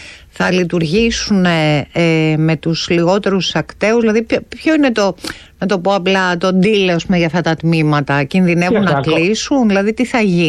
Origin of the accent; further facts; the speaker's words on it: Serres, Central Macedonia, Greece; Ή στα Σέρα, στην πατρίδα μου, τι έγινε με αυτή τη σχολή, 2.500 πάνω.